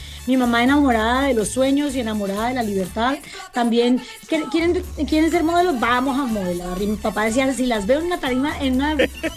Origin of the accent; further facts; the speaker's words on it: Cali, Valle del Cauca, Colombia; yo soy caleña. Y mira, vos sabés que Cali es capital de la salsa